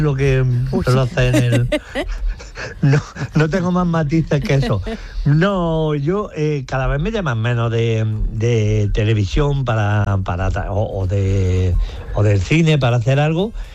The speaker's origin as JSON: {"language": "Spanish", "town": "Jaén", "region": "Andalusia", "country": "Spain", "said": "yo disfruto mucho en mi tierra, en Jaén, por ejemplo, en la Sierra Cazorla, ahí se está en la gloria."}